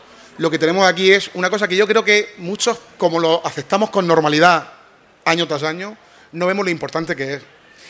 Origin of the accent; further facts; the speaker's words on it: Region of Murcia, Spain; somos de Murcia y encima yo soy presidente del Colegio de Agentes Comerciales de Murcia, pero soy de la sección del mueble.